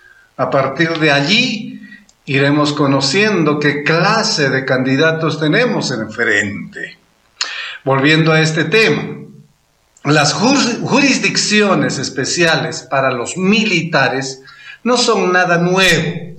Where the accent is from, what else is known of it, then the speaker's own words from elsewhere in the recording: Peru; now in Arequipa, Peru; desde Arequipa, Perú